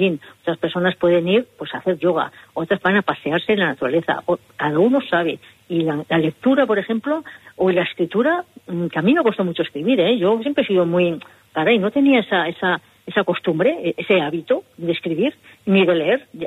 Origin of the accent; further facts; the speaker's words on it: San Sebastián, Basque Country, Spain; soy de Donosti.